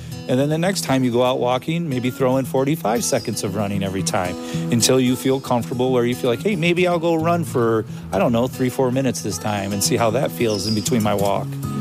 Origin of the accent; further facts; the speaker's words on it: Spencer, Ohio, United States; Yeah, I grew up south in Spencer.